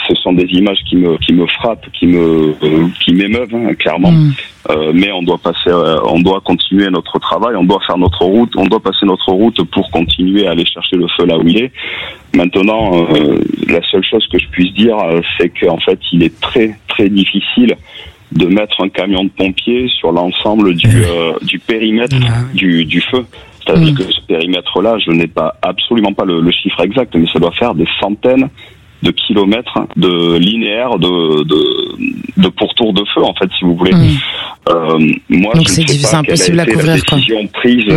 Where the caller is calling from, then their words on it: Carcans, Nouvelle-Aquitaine, France; je suis moi-même issu de ce territoire, à quelques kilomètres de là, je suis de Carcan